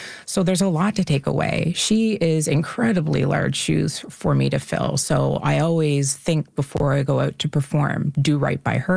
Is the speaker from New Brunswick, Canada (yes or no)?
yes; Kennebecasis Valley, New Brunswick, Canada; I'm originally from the Kennebecasis Valley, so I was in university in St. John at the time